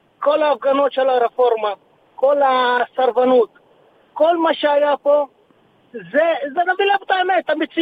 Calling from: Shlomi, Northern District, Israel; אני משלומי

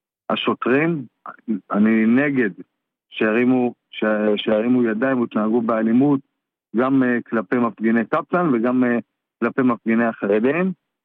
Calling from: Rosh HaAyin, Central District, Israel; בראש העין.

